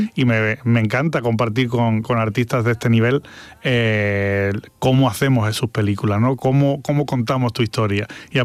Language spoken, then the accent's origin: Spanish; Algeciras, Andalusia, Spain; moved away as an adult; Yo nací en Algeciras. Algeciras es un lugar casi al final de Europa. Bueno, al final de Europa, uh-huh. Exactamente. Es el último ya, Tarifa y Algeciras. Yo me tuve que ir con 18 años a estudiar fuera.